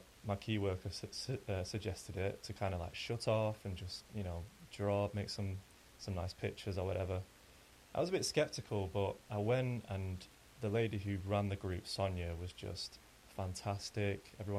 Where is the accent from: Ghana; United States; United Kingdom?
United Kingdom; Dukinfield, North West England; now in Mossley, United Kingdom; I'm 33, I've grown up here, I live in Mosley, but I grew up in Duckingfield, and yeah, I'm a local